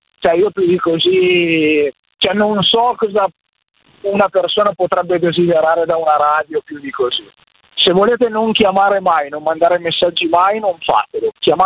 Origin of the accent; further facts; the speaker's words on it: Codogno, Lombardy, Italy; Sì? Sono di Codogno.